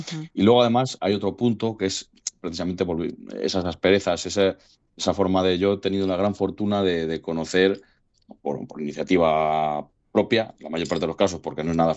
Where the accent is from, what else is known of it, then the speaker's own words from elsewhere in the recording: Castile and León, Spain; born there; el grupo de danzas de mi pueblo, en el grupo de danzas Bieldo, de Vallarado.